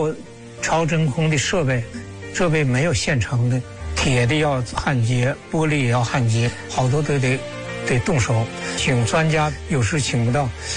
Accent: China; 过去我们中国人做工作做得不够，自己研究的也不够，做的工作也不够。

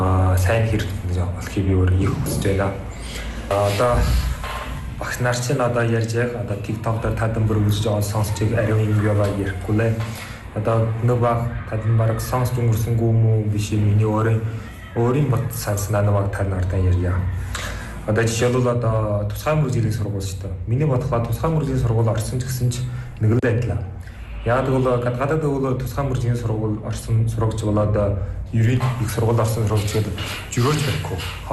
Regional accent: Ulaanbaatar, Mongolia; moved away as an adult; now in Hungary; Би бол багасаа Улаанбаатараас өс төрсөн.

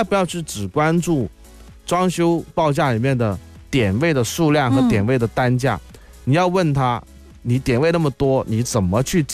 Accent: Guangzhou, Guangdong, China; accent: Cantonese (Guangzhou); 我哋广州话咩

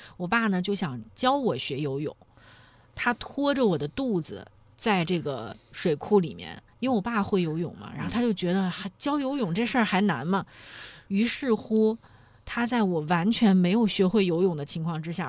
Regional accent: Zhengzhou, Henan, China; 小的时候我老家是在郑州

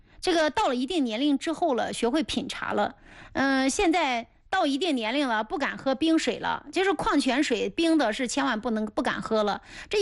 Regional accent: Mengcheng, Anhui, China; 我是安徽蒙城人，我是土生土长的安徽的蒙城的。

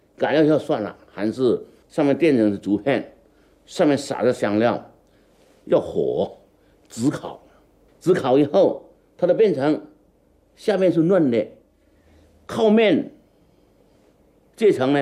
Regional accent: Nanning, Guangxi, China; now in Beijing, China; 我们南宁人呢叫老友粉

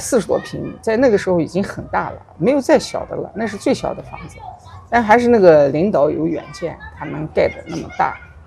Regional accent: Xinjiang, China

